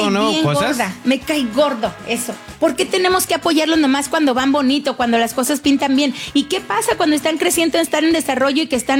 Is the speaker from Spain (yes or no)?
no; Mexico; soy mexicana.